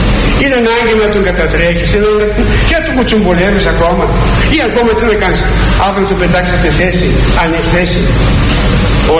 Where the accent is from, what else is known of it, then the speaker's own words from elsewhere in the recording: Greece; είμαστε κι εμείς σαν Έλληνες. Ορθόδοξοι Έλληνες